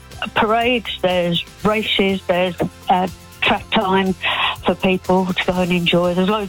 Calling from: Ashford, South East England, United Kingdom; Just outside Ashford, Kent.

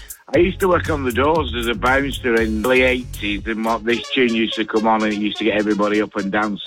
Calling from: Tottington, North West England, United Kingdom; We're in a little village called Tottington, just outside Bury.

